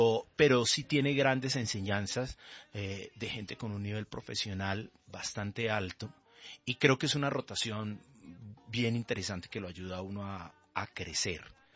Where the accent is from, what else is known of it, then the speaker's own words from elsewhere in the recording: Bucaramanga, Santander, Colombia; moved away as an adult; yo soy de Bucaramanga. Sí. Venía de Bucaramanga. Nací en el cristianismo en Bucaramanga, en mi familia, en una comunidad cristiana.